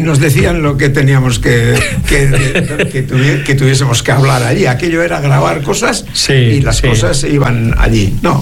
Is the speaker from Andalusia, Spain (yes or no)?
no; Eibar, Basque Country, Spain; Yo me he quedado en Bilbao. Soy de Ibar, pero...